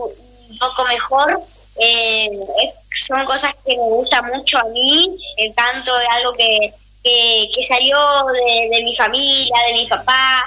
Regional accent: Victoria, Entre Ríos, Argentina; Yo tengo 9 años y soy de Victoria, Entre Ríos.

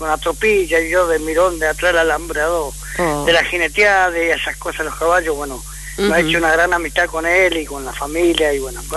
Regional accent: Viale, Entre Ríos, Argentina; born there; now in southern Santa Fe, Argentina; Yo soy nacido en los Pagos Viales.

